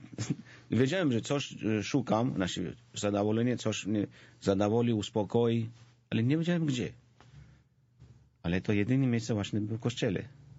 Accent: Georgia; Polish is a second language; Ja jestem Gruzinem, jak już nazwisko też wskazuje. Urodziłem się i wychowałem się w Gruzji.

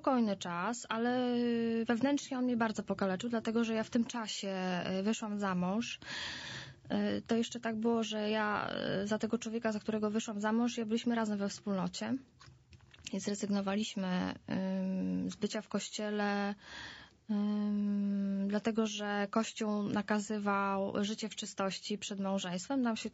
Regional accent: Wesoła, Masovian Voivodeship, Poland; między 14 a 16 rokiem życia byłam trochę we wspólnocie, bo u nas w Wesołej powstała wspólnota Odnowy w Duchu Świętym prowadzona przez księdza Nowosielskiego.

